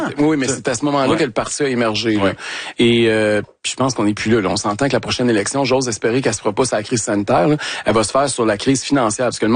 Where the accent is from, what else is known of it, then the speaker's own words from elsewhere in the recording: Quebec, Canada; C'est pas bon pour nous en tant que Québécois, en tant que Canadiens.